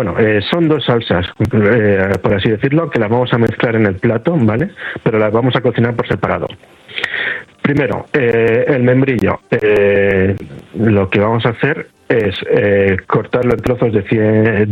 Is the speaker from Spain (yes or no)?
yes; Extremadura, Spain; productos típicos de mi tierra de Extremadura